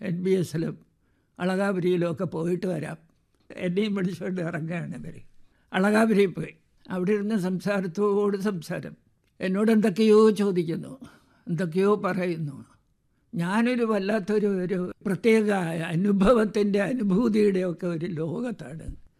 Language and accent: Malayalam; Thiruvananthapuram, Kerala, India; moved away as an adult; now in Kozhikode, India; തിരുവനന്തപുരത്ത് ജനിച്ചു വളർന്ന് അവിടെ തന്നെ മരിക്കണമെന്ന് ആഗ്രഹിച്ച ഞാൻ കോഴിക്കോട്ട് വന്ന് കല്യാണം കഴിക്കാൻ